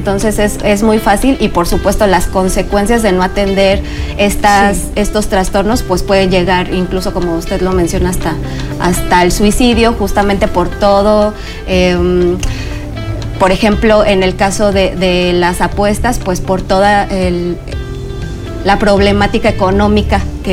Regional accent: Querétaro, Mexico; En el caso de los servicios de salud del estado de Querétaro, que es de donde yo vengo, hay 33 centros de salud

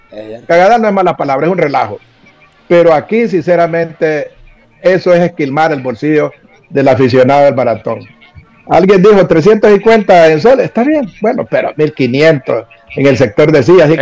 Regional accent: San Pedro Sula, Cortés, Honduras; algunos creen de que es que uno es mal sanpedrano

